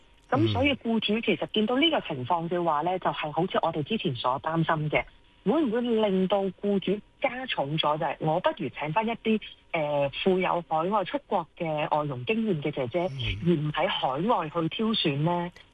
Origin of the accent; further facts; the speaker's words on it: Hong Kong; 我哋香港人